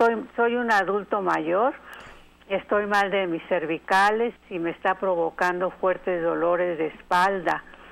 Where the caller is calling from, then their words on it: Cholula, Puebla, Mexico; le hablo de Cholula, Puebla.